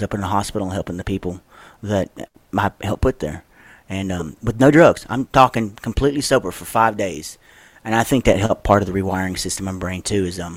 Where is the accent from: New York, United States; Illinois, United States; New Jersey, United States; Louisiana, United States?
Louisiana, United States; born or raised there